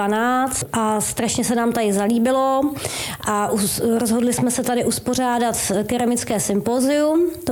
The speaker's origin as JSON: {"language": "Czech", "town": "Mníšek pod Brdy", "region": "Central Bohemian Region", "country": "Czechia", "said": "A my pocházíme od Mníšku pod Brdy, takže jsme se sem vlastně přijeli podívat, kde žil a postupně se nám tady zalíbilo."}